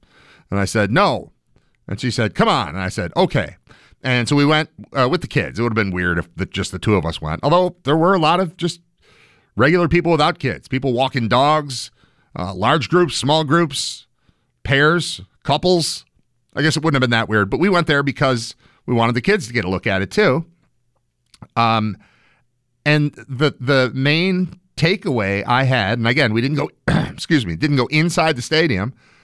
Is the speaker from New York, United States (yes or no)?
yes; West Seneca, New York, United States; I grew up in West Seneca, 15-minute drive from there to the stadium, probably, from my house, from my parents' house.